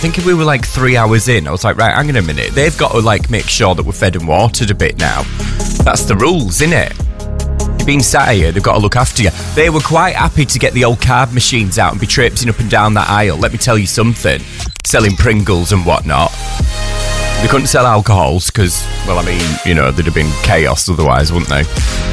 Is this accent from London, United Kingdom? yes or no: no; Yorkshire and the Humber, United Kingdom; And I'm from Yorkshire.